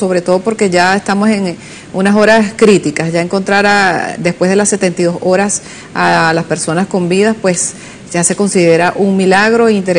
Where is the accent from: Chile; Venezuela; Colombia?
Venezuela; queremos aferrarnos como venezolanos, como periodistas.